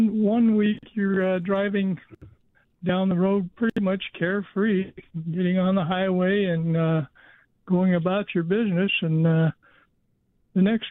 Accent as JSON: {"language": "English", "region": "California", "country": "United States", "tie": "born or raised there", "said": "You know, when I grew up in California, we carried our 22 pistols in our holster into the grocery store."}